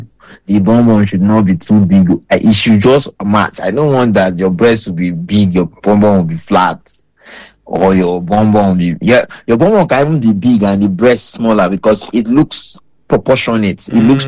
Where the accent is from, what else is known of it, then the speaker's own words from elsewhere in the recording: Lagos, Nigeria; Growing up in Lagos, sometimes it's not good. It's not easy.